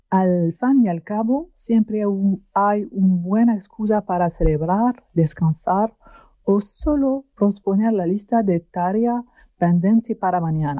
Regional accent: southern France, France; now in Spain; soy de Francia. Hace un poco más de 3 años cuando me instalé en Cataluña, descubrí algo de lo que nadie me había hablado realmente.

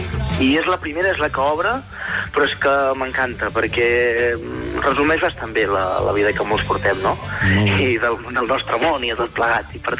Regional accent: La Seu d'Urgell, Catalonia, Spain; now in Badalona, Spain; Jo estic a Badalona ara, però sóc de la Seu i m'agrada fer país, saps?

